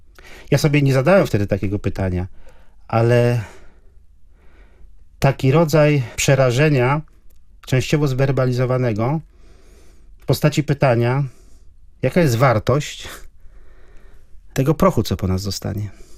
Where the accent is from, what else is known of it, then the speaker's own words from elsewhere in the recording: Kuyavian-Pomeranian Voivodeship, Poland; born there; Natomiast moi rodzice są autochtonami. To znaczy z tego co wiem, to jest myślę, że około 6-7 pokoleń z Kujaw, z terenów pomiędzy Izbicą Kujawską, to jest Lubraniec i na zachód, na przygranicy z Wielkopolską